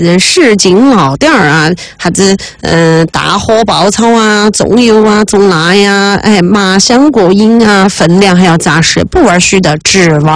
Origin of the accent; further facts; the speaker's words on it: Sichuan, China; 我们四川人